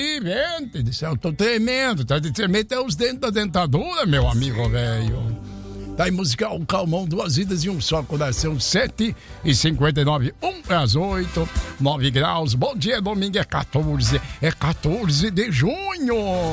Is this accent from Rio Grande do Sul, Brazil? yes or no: yes; Maratá, Rio Grande do Sul, Brazil; born there; eu que nasci lá nos Maratá